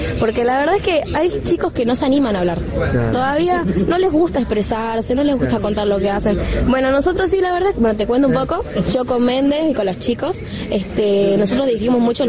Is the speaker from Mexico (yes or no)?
no; Jujuy, Argentina